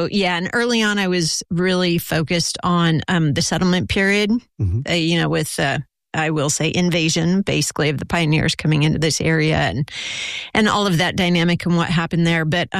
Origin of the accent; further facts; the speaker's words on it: Rio Dell, California, United States; also born or lived in Long Beach / Los Angeles; So I actually grew up in Rio Del, which kind of a dubious reputation, but gorgeous, gorgeous location for a town. We were right above the river